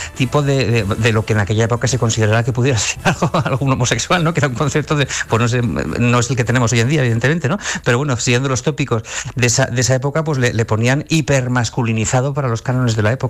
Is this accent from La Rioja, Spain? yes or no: no; Burgos, Castile and León, Spain; yo si tú sabes que yo soy de Burgos, yo nací en Burgos